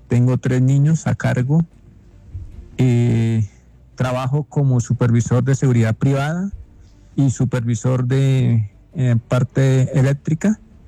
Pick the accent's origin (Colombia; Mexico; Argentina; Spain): Colombia; Sogamoso, Boyacá; born there; Tengo 43 años. Soy nativo o vivo, residente en Sogamoso, Boyacá.